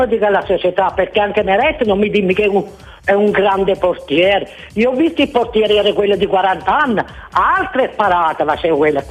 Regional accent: Torre Annunziata, Campania, Italy; Perché mi dispiace, io sono tifoso del Napoli e sono di Torre Annunziata.

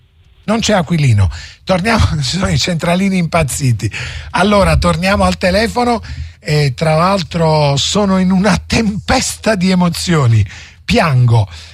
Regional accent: Naples, Campania, Italy; Noi che siamo napoletani lo sappiamo

